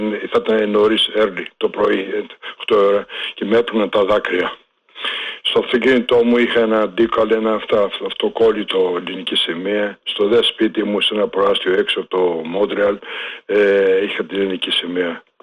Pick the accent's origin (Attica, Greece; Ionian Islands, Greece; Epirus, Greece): Attica, Greece; Piraeus; also born or lived in Canada; now in Kifisia, Greece; Από τα Μανιάτικα, μεγάλωσα στα Μανιάτικα Μακεδονίας 35 και μετανάστευσα στο Καναδά.